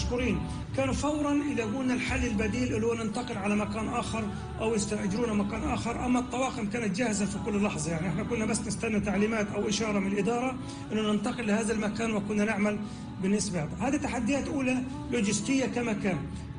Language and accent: Arabic; Gaza, Gaza Strip, Palestine; born there; وانا انزل الشجاعيه مكان مسقط راسي